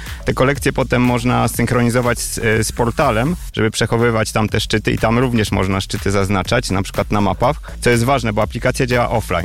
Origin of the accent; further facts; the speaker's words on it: Warsaw, Masovian Voivodeship, Poland; moved away as an adult; now in Bielsko-Biała, Poland; Ja jestem warszawiakiem, pochodzę z Warszawy, ale w wieku 30 lat się przeprowadziłem do Bielska Białej i wrzeniłem się w te tereny po prostu za żoną, która stąd pochodzi.